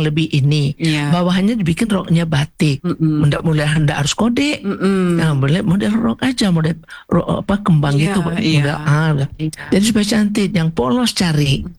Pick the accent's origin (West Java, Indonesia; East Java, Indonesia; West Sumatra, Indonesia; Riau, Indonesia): West Sumatra, Indonesia; Kalau kita Minang gak pakai batik di bawah.